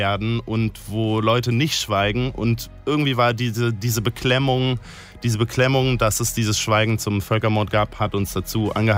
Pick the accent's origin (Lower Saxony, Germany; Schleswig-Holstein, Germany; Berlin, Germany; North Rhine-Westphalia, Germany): Berlin, Germany; wir kommen aus Berlin. In Kreuzberg war das nicht so ein Thema.